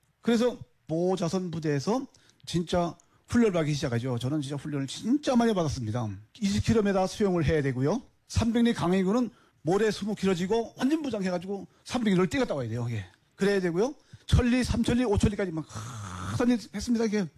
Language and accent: Korean; Kaesong, North Hwanghae, North Korea; moved away as an adult; now in South Korea; 제가 온 지 벌써 29년이 됐습니다. 됐는데 사실 저는 고향이 개성 아시죠? 예, 개성 개풍군 묵성리라고, 거기에 저희 고향이 있고요.